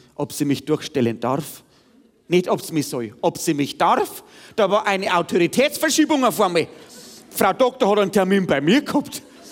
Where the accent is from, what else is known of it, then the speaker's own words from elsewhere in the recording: Bavaria, Germany; Wie man bei uns im Bayerischen Wald dazu sagt.